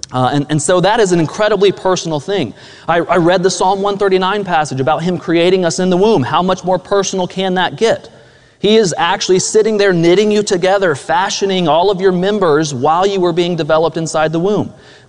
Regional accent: Pensacola, Florida, United States; I grew up here. I was born here in Pensacola.

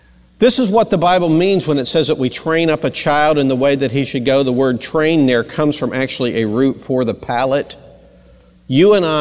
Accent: Mansfield, Ohio, United States; I grew up in Mansfield, Ohio, about 70 miles south of Cleveland, and I grew up being an Indians fan.

